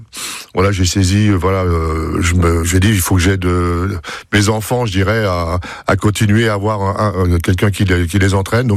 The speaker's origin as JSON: {"language": "French", "region": "Grand Est", "country": "France", "said": "comme j'étais issu des Ardennes, je suis allé rejouer pendant trois saisons à la SPTT de Charleville"}